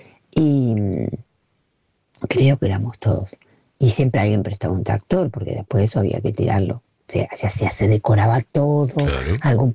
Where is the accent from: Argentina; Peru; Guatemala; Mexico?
Argentina; Verónica, Buenos Aires Province; now in Barcelona, Spain; yo me crié en un pueblo en Verónica, partido de Punta Indio actualmente